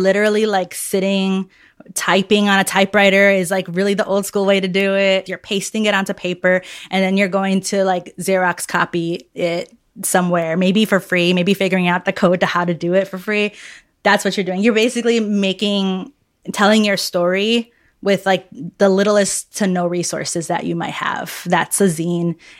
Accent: Chicago, Illinois, United States; I'm from the South Side of Chicago, East Side. It's a neighborhood. People often don't think of it as a neighborhood. They're always like, the East Side, isn't that the lake? And my family migrated from Mexico there in the 40s.

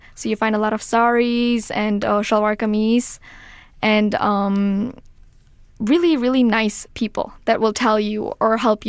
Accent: Germany; now in Chicago, United States; I'm originally from Germany.

